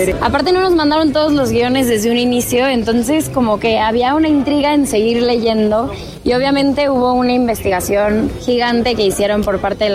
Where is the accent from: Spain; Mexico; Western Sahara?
Mexico; para todos nosotros como mexicanos